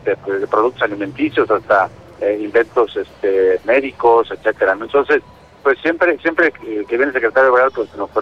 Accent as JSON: {"language": "Spanish", "region": "Querétaro", "country": "Mexico", "said": "en Querétaro estamos poniendo el nombre muy en alto en nuestro estado."}